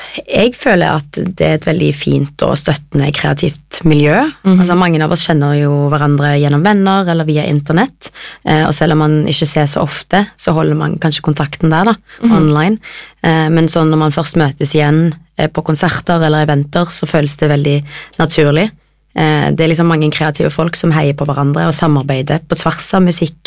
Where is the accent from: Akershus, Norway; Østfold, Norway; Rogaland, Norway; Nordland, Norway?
Rogaland, Norway; Stavanger; jeg er fra Stavanger.